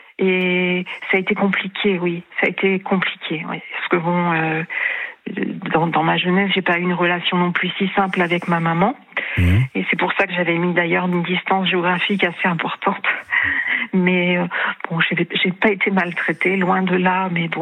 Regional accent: Hauts-de-France, France; now in Charente-Maritime, France; Alors, à la base, je suis originaire du Pas-de-Calais.

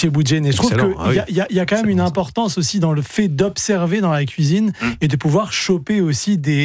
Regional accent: Senegal; moved away; moi, je suis né au Sénégal et ma tante et mon oncle avaient un restaurant. Donc, en fait, je les aidais les étés parce que j'ai grandi là-bas.

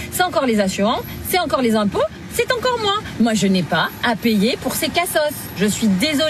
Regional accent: France; Et moi, j'aime la France. Moi, je suis française. Je suis très fière d'être française.

